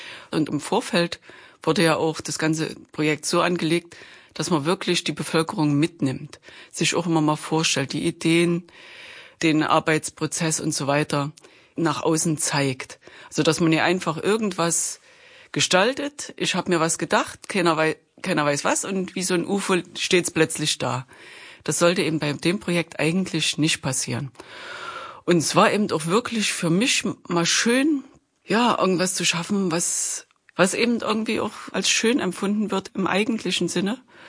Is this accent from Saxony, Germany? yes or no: yes; Chemnitz, Saxony, Germany